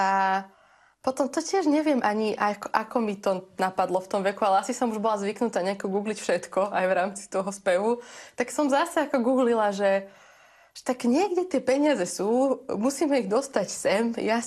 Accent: Partizánske, Trenčín Region, Slovakia; moved away as an adult; z Partizanského, že mám 18

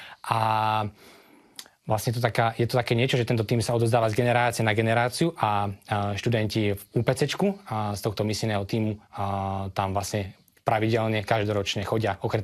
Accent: Predmier, Žilina Region, Slovakia; moved away as an adult; now in Bratislava, Slovakia; Pochádzam z farnosti Predmier. Je to farnosť, ktorá je blízko mesta Bytče alebo krajského mesta Žilina.

